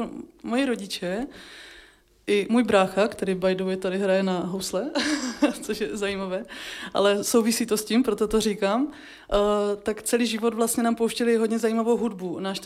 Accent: Zlín Region, Czechia; Zároveň jsme hráli v cymbálovce, oba s bráchou, protože jsme z Valašska.

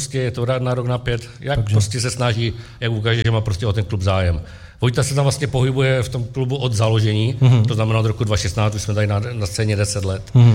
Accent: Opava, Moravian-Silesian Region, Czechia; Já už to mám kousek tady, já jsem z Opavy.

